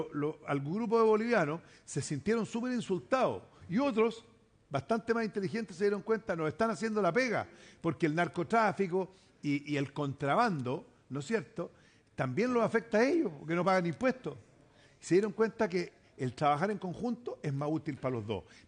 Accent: Chile; Si nosotros en Chile tenemos refugiados

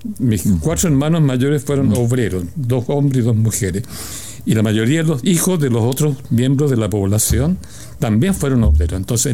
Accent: Santiago, Santiago Metropolitan Region, Chile; Y ahí está instalada la población donde yo nací y viví 20 años seguido, en ese barrio, que es un barrio muy interesante.

